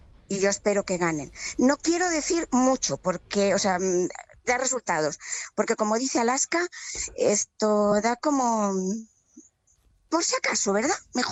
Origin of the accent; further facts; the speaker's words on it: Basque Country, Spain; Mi perro, aunque ha nacido aquí, él es vasco, igual que yo.